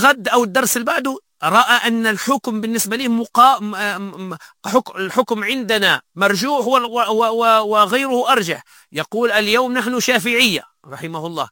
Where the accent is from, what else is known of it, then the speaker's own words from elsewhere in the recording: Tunisia; حتى بعض المفتين عندنا في تونس